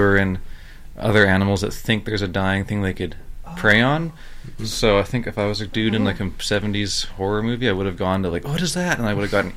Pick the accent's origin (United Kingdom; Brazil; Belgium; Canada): Canada; Port Moody, British Columbia; now in Prince George, Canada; But I did grow up here, kind of, Port Moody.